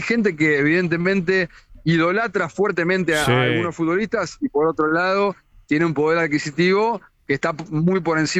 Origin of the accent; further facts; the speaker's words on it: Argentina; los más de 45 millones que somos los argentinos